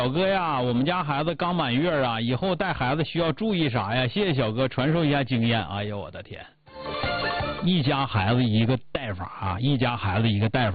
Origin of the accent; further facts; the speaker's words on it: Northeast China, China; 咱们东北人